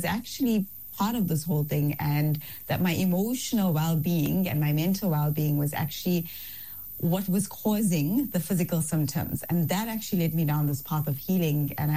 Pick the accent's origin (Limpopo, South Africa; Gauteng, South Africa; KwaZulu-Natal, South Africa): KwaZulu-Natal, South Africa; Durban; I'm a Durban girl, born in Breji, alhamdulillah.